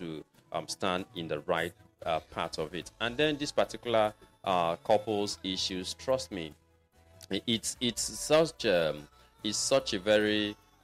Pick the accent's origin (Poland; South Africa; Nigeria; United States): Nigeria; especially being a Nigerian or being found in Nigeria, as the case may be.